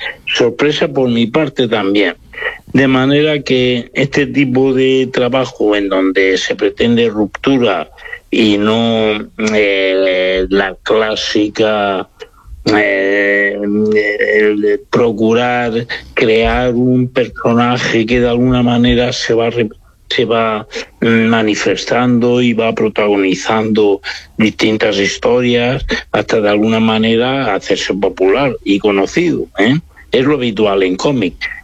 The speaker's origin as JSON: {"language": "Spanish", "town": "Aspe", "region": "Valencian Community", "country": "Spain", "tie": "born there", "said": "Yo nací en Aspe, provincia de Alicante, ¿eh? Y es el interior de Alicante, tirando al sur ya de la provincia."}